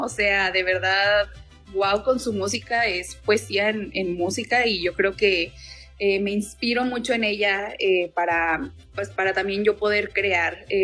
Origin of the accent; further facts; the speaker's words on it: Mexico; soy mexicana